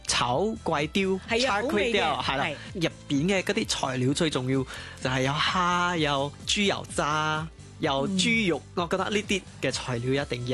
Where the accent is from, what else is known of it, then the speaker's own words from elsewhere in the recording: Penang, Malaysia; 我哋槟城人咧